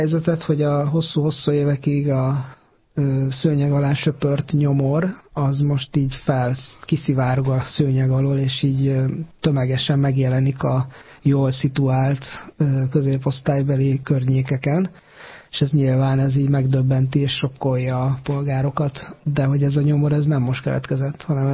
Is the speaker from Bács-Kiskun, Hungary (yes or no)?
yes; Kecskemét, Bács-Kiskun, Hungary; én szülővárosomba Kecskeméten is látom, hogy szinte ugyanaz megy, mint Budapesten.